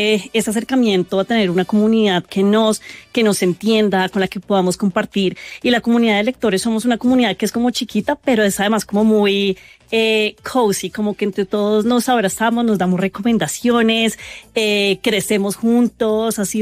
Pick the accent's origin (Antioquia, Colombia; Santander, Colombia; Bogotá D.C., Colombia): Bogotá D.C., Colombia; Bogotá; todos como rolos